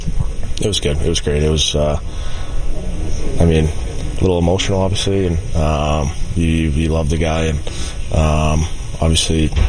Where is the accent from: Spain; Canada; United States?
Canada; Western Canada; he's a Western Canadian kid, and growing up in Western Canada, I kind of always kind of knew who he was